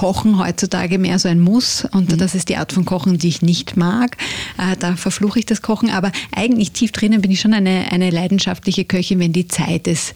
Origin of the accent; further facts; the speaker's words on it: United Kingdom; Und ich habe ja doch ich bin Britin, ich habe dieses Englische in mir.